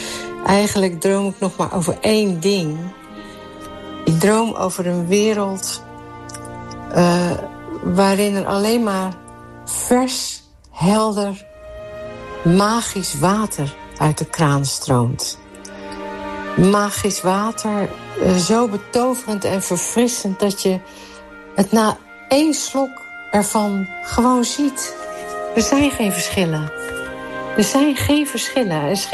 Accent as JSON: {"language": "Dutch", "town": "Rotterdam", "region": "South Holland", "country": "Netherlands", "tie": "born or raised there", "said": "Ik ben Rotterdamse"}